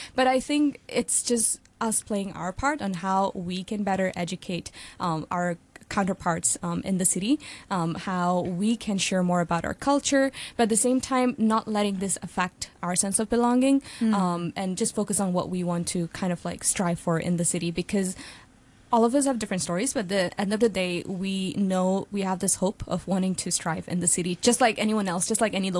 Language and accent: English; Pakistan; I'm from Pakistani, Suba is from Bangladesh.